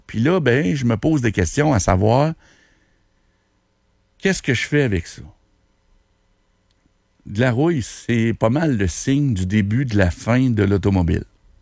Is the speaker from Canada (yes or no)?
yes; Quebec City, Quebec, Canada; Saint-Émile, mon patelin, mon Oud.